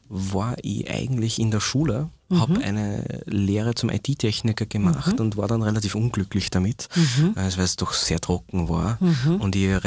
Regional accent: Gmunden, Upper Austria, Austria; moved away as an adult; also born or lived in New York; Bin dann aber zurückgekommen in das oberösterreichische Land. Bin aus dem Salzkammergut eigentlich und dort auch aufgewachsen.

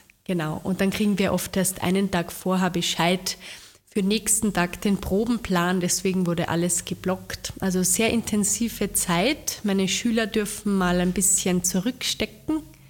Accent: Gumpoldskirchen, Lower Austria, Austria; da durfte ich mitwirken im Kinderchor in meiner Heimat Gumpoldskirchen

